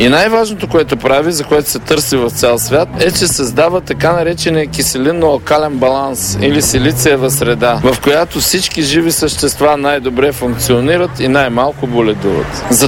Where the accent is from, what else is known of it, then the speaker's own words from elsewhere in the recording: Kavarna, Dobrich Province, Bulgaria; Аз съм родом от Каварна